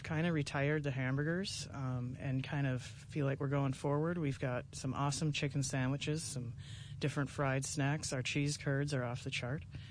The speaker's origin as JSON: {"language": "English", "town": "Duluth", "region": "Minnesota", "country": "United States", "tie": "born or raised there", "said": "I grew up in Duluth, Minnesota. I married a Youper, and here we are."}